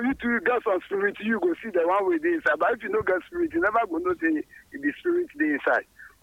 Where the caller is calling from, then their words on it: Anyako, Volta, Ghana; Me, I'm from Aguzuma, I'm from Anyako side.